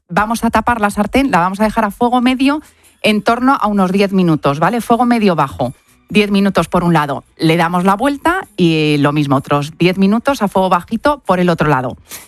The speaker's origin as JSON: {"language": "Spanish", "town": "Cuenca", "region": "Castilla-La Mancha", "country": "Spain", "said": "le voy a meter un queso manchego mío de mi tierra, de Cuenca."}